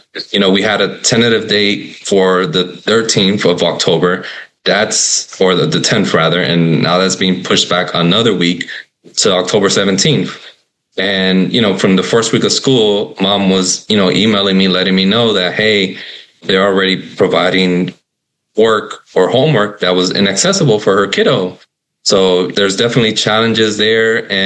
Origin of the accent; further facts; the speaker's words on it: Florida, United States; my home state of Florida